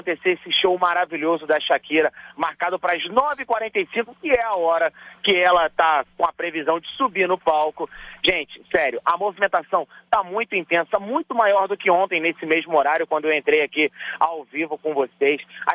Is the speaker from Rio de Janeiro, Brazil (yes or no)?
yes; Rio de Janeiro, Brazil; falando como carioca, morador, cidadão aqui do Rio de Janeiro